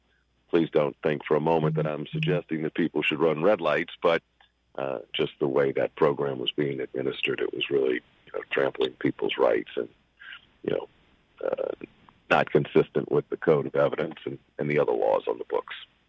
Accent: Jefferson Parish, Louisiana, United States; I was born and raised in Jefferson

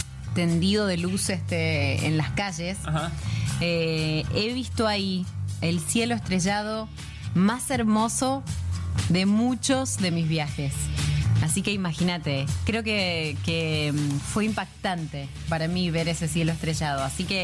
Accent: Argentina

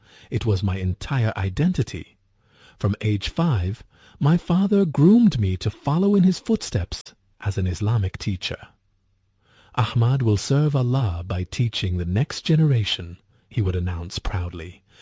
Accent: Riyadh, Riyadh Province, Saudi Arabia; I was born in April 1989 in Riyadh, Saudi Arabia, into a deeply religious family. My father was an imam at a local mosque.

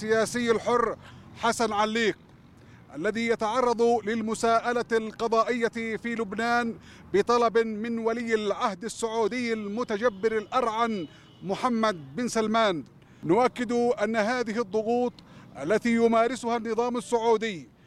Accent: Yemen; شعبنا اليمني المظلوم

